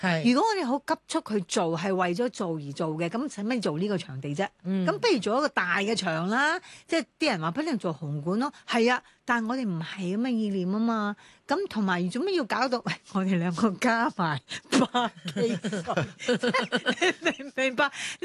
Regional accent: Hong Kong; 我哋身为香港人

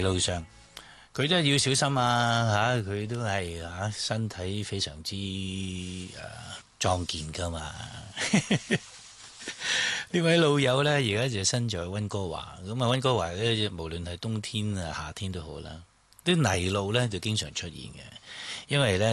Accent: Hong Kong; 大部分我哋香港人都唔喺个 downtown 嗰度住。

